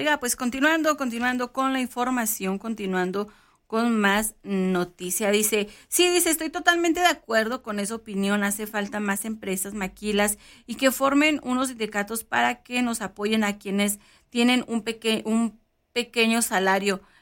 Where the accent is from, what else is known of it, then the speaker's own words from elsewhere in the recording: Guachochi, Chihuahua, Mexico; porque incluso yo también me fui muchísimos años de aquí de Huachochi, duré, si no me equivoco, 19, 20 años en la ciudad de Chihuahua, pues sí, también a buscarle, me fui desde que estaba muy jovencita, desde los 18 años